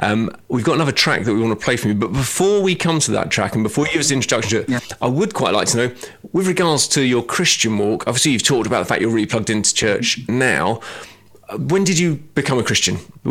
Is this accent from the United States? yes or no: no; London, United Kingdom; Being a Londoner, I should clearly go there.